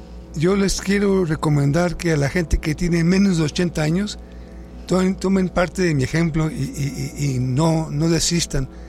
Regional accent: Mexico; also born or lived in Canada; Soy canadiense y soy mexicano, y estuve en Canadá un buen tiempo.

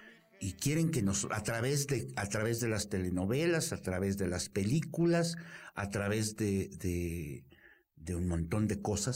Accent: Mexico; nosotros venimos de una generación en que todavía se preocupaba por ser mexicanos y nos sentíamos orgullosos de ser mexicanos

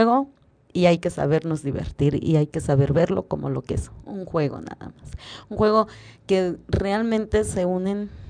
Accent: Mexico

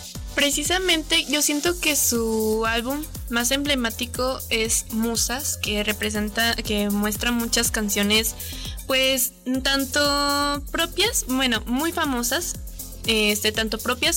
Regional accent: Mexico; nuestra historia, pues como mexicanos.

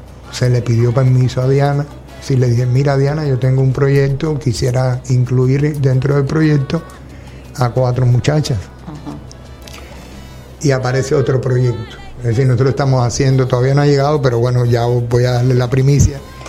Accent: Mexico; porque ya yo soy mexicano y soy campechano desde hace 27 años, tengo pues el corazón mío aquí en esta tierra, con este calor.

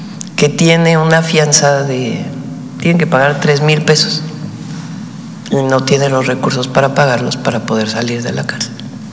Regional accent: Mexico

